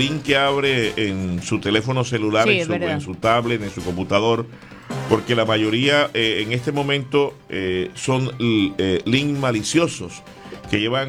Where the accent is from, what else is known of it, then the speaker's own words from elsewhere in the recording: Venezuela; 7:38 en mi país, 7:38 en Venezuela